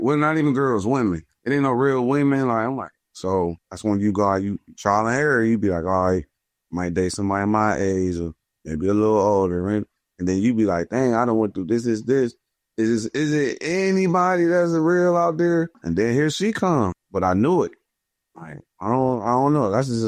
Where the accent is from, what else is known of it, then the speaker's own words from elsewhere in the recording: Youngstown, Ohio, United States; Youngstown, Ohio. That's where I'm from Ohio.